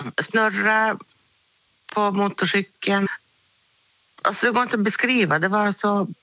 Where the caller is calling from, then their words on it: Jukkasjärvi, Norrbotten County, Sweden; Jag är från Jukkasjärvi.